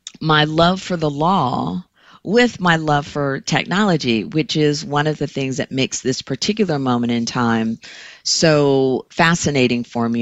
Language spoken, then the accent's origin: English; Lake Elsinore, California, United States; moved away as an adult; I grew up in Lake Elsinore for the most part, and it's a small town between San Diego and LA, predominantly white. I was like maybe one of four black kids who graduated out of a class of maybe 150